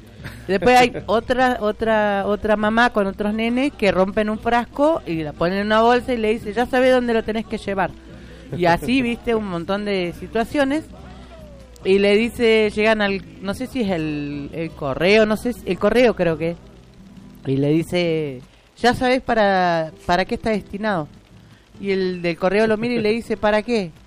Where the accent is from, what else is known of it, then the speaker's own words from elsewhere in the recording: Argentina; born there; gracias Argentina gracias por haber nacido acá